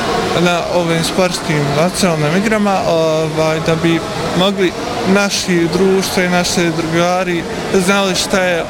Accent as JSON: {"language": "Bosnian", "town": "Sarajevo", "region": "Sarajevo Canton", "country": "Bosnia & Herzegovina", "tie": "born or raised there", "said": "dolazim iz Sarajeva, glavnog grada, rođen sam."}